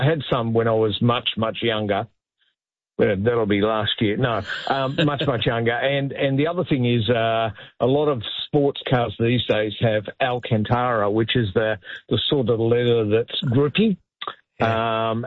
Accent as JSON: {"language": "English", "town": "Sydney", "region": "New South Wales", "country": "Australia", "tie": "born or raised there", "said": "I grew up in and around Sydney"}